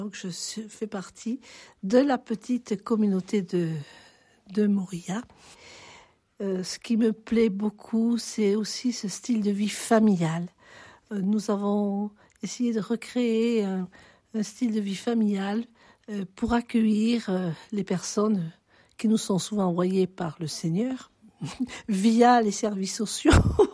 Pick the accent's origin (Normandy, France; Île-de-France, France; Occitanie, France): Occitanie, France; born there; je suis née en Lozère, dans un pays profondément huguenot et protestant.